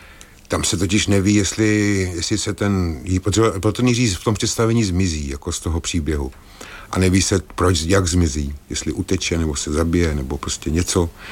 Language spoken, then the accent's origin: Czech; Most, Ústí nad Labem Region, Czechia; oni, ta kapela je z Mostu, já jsem z Mostu.